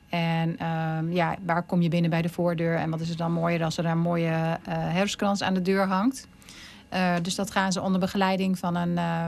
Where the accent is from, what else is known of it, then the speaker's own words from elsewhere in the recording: Hattem, Gelderland, Netherlands; En ik moet zeggen, wij komen dan zelf uit Hattem. Ik heb wel roots in Heerde.